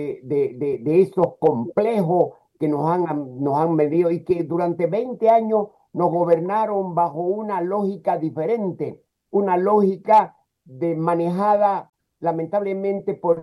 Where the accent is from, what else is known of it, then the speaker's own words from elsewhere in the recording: Santa Cruz, Bolivia; Nos tienen un odio a los cruceños.